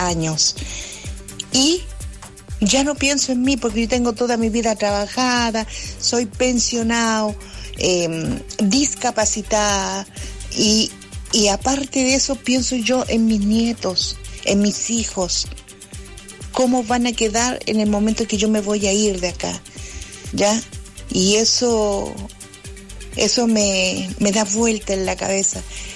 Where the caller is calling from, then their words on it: Chile; a mí como chileno no me está gustando. Me tiene como en un futuro incierto. Es más, yo soy una persona de 66 años